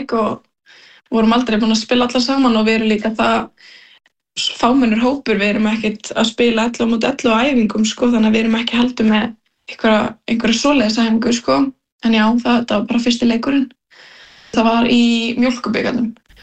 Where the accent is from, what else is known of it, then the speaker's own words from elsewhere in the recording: Vopnafjörður, Eastern Region, Iceland; Já, við erum svo að frá Vopnafirði